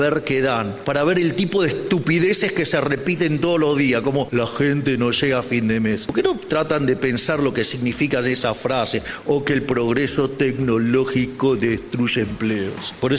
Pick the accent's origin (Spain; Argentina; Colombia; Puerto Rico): Argentina; Si como argentinos admiramos tanto a Borges